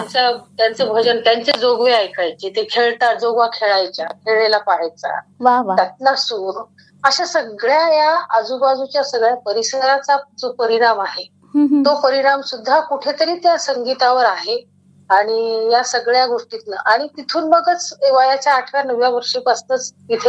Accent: Mudkhed, Maharashtra, India; माझं बालपण सगळं मुदखेड मध्ये गेलं। नांदेड जिल्ह्यामध्ये मुदखेड गाव आहे आणि मुदखेडचाच माझा जन्म। तसे ऍक्च्युली आम्ही आंध्र प्रदेश जो आहे बासर सरस्वतीच तिथले आहोत आम्ही।

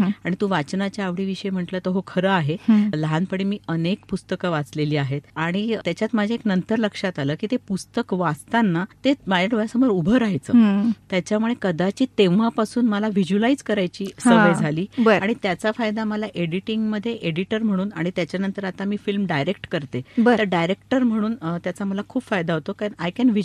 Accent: Nashik, Maharashtra, India; मी मूळची नाशिकचीच आहे. … मी पंचवटीला बिलॉंग करते आणि छान ब्राह्मण कुटुंबातली, मध्यमवर्य कुटुंबातून आलेली आहे

